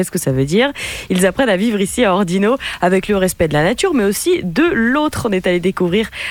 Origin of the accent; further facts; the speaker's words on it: Occitanie, France; Est jumelé avec Ozat chez nous en Ariège avec des échanges.